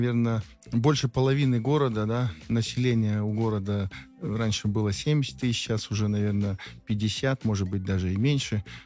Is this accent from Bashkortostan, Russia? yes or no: no; Krasnoturinsk, Sverdlovsk Oblast, Russia; Да, это мой родной город, в котором я родился, в котором прошло мое детство, юность, да, до 19 лет я прожил в городе Краснотурьинске.